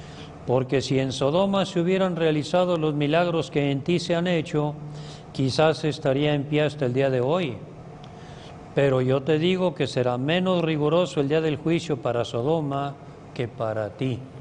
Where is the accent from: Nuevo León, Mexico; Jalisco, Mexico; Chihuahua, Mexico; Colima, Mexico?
Jalisco, Mexico; Guadalajara; pues ya llegué aquí a mi tierra, Guadalajara, soy de aquí